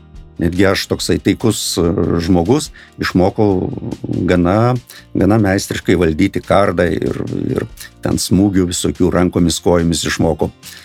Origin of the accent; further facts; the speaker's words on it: Samogitia, Lithuania; aš esu žemaitis, žemaičiai nedaug žodžiauja.